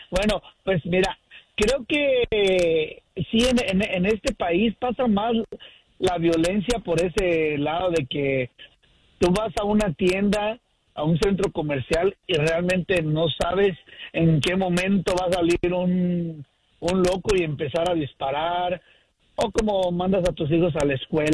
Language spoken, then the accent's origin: Spanish; Mexico; now in Sacramento, United States; en mi país, México